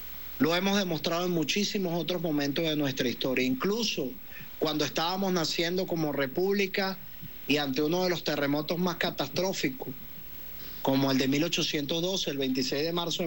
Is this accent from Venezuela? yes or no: yes; Venezuela; nosotros tenemos que sentirnos orgullosos de ser venezolanos